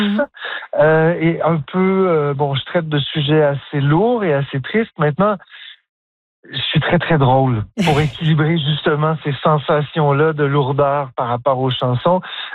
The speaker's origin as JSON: {"language": "French", "town": "Ottawa", "region": "Ontario", "country": "Canada", "tie": "born or raised there", "said": "Puis en plus, j'ai grandi à Ottawa, donc j'ai vu la communauté franco-ontarienne se battre à certaines époques pour garder leurs droits."}